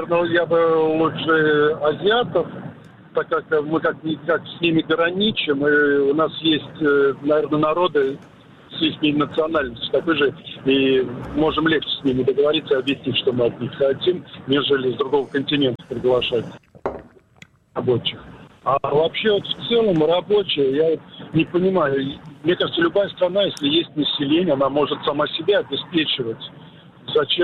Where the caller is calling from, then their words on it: Domodedovo, Moscow Oblast, Russia; Я Домодедово.